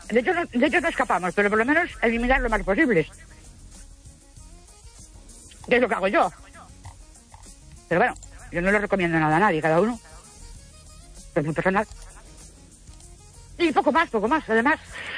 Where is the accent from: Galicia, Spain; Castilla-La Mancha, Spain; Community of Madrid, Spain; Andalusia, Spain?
Galicia, Spain; Ourense; Buenas noches. … de Ourense.